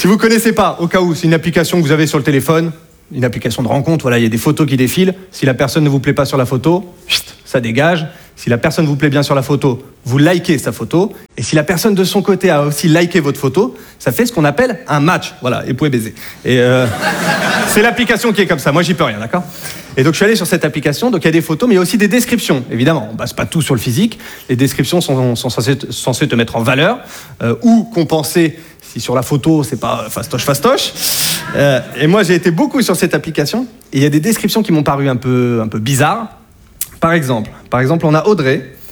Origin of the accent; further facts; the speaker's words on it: Hauts-de-France, France; Et ça m'a choqué parce que chez moi, en Picardie, voilà, entre voisins, franchement, il y a une bonne ambiance.